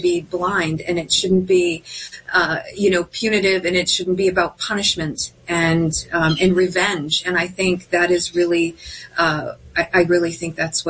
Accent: United States; It's deeply concerning as an American to watch this happen.

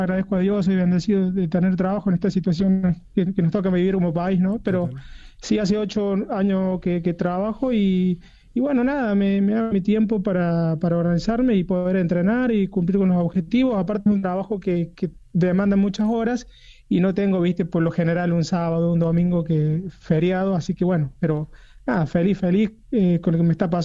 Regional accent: Córdoba, Argentina; Yo me crié en una escuela acá del pueblo, José de San Martín, donde mi mamá se jubiló.

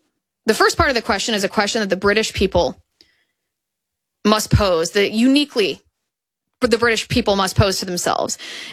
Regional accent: United States; we as Americans

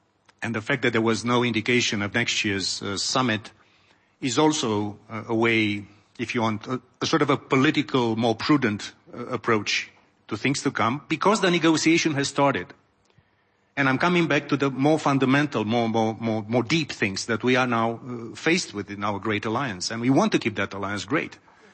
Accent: Romania; My home country, Romania, wants to host one day.

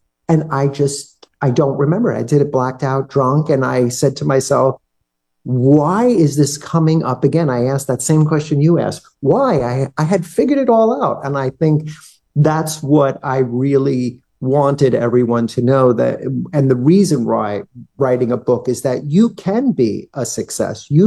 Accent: Staten Island, New York, United States; from Staten Island.

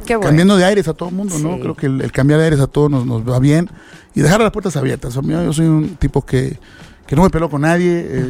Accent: Mexico; Realmente somos mexicanos

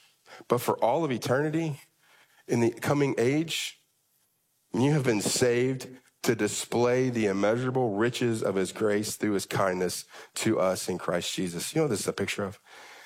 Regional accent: United States; not because I'm from America

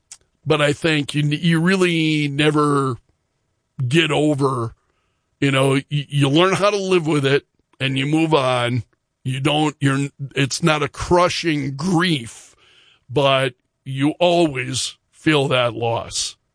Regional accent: Sioux Falls, South Dakota, United States; My folks are both from Sioux Falls. This is my hometown.

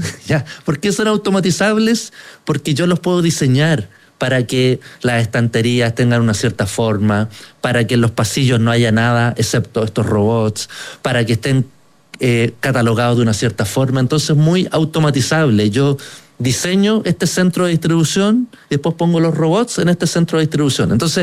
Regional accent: Chile

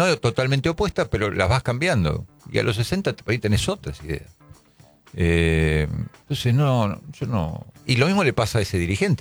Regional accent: Buenos Aires, Argentina; Y por ahí uno vive en Recoleta y vivió toda la infancia y la adolescencia en Villa Urquiza. Y para mí yo soy de Urquiza, no soy de Recoleta.

